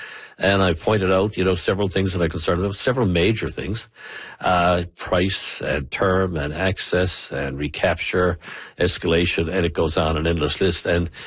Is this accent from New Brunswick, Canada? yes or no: no; Newfoundland and Labrador, Canada; I played a role not, you know, as a progressive conservative, but as a Newfoundlander and Labradorian.